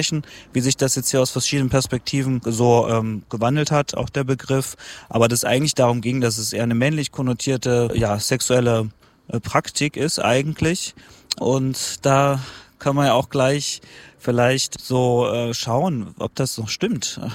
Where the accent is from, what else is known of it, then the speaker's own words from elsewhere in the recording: Halle, Saxony-Anhalt, Germany; born there; Ich muss auch dazu sagen, ich bin in Halle geboren.